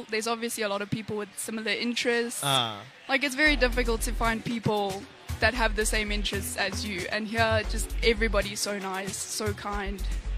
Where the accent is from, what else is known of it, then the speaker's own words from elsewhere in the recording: Germiston, Gauteng, South Africa; I'm from Germiston.